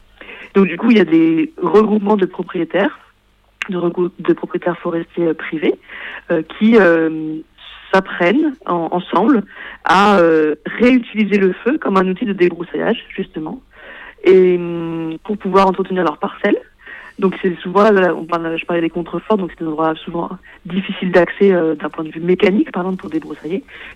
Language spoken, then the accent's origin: French; France; chez nous en France